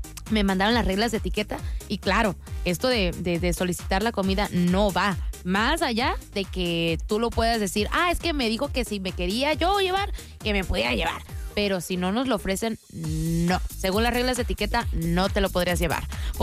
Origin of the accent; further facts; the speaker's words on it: Tijuana, Baja California, Mexico; Nosotros somos de aquí de Tijuana y solamente somos 10 invitados por parte de ella